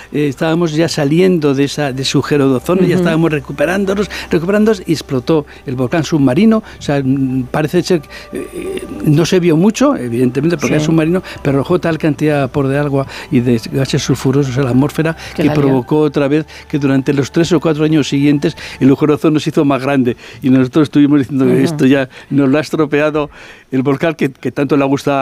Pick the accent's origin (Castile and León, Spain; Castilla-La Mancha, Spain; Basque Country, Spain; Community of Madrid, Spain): Community of Madrid, Spain; Madrid; Y yo dije, yo como soy de Madrid, pues dije, pues normal.